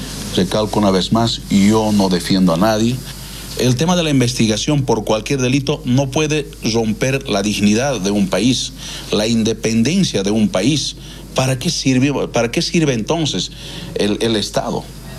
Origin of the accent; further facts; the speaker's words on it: Bolivia; Ahí sabremos qué hacer los bolivianos.